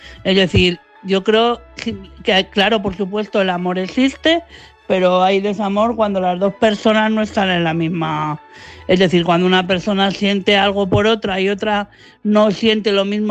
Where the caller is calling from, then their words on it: Madrid, Community of Madrid, Spain; Buenas noches, Álvaro. Buenas noches, corresponsales. … de Madrid.